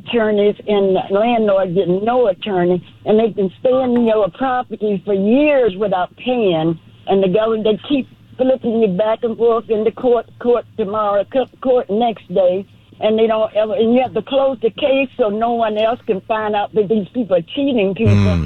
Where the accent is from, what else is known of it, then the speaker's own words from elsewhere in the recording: Los Angeles, California, United States; Hi, I am from Los Angeles.